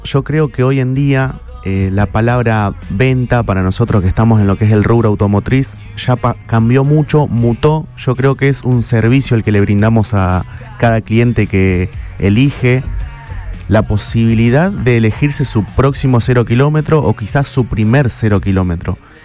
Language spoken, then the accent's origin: Spanish; Entre Ríos, Argentina; now in Rosario, Argentina; nosotros como rosarinos, mira, me adopté porque yo soy Entre Ríos.